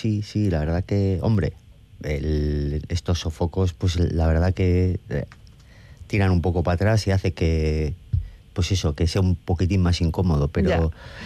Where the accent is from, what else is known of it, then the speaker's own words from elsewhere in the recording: Ortuella, Basque Country, Spain; yo soy de Ortuella, que es un pueblo pues absolutamente obrero, fruto de la inmigración.